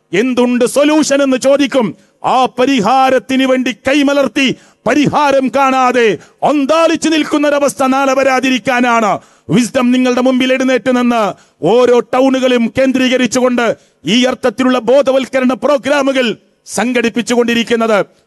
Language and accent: Malayalam; Manjeri, Kerala, India; എന്റെ നാട്ടിൽ മലപ്പുറം ജില്ലയിൽ മഞ്ചേരിയിൽ